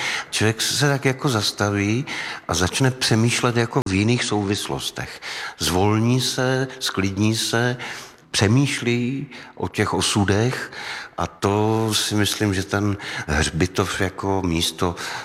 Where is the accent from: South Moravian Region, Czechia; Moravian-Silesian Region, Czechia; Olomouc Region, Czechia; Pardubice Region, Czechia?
Olomouc Region, Czechia; Olomouc; jsem ze Severní Moravy, jsem z Olomouce